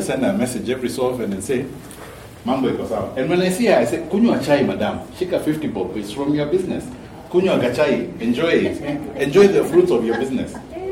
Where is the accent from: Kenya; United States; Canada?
Kenya; Yes, I am Kenyan.